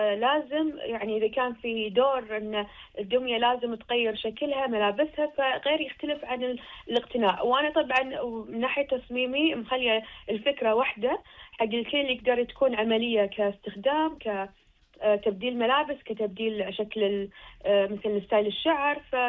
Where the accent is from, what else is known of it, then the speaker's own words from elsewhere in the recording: Kuwait; عندنا بالكويت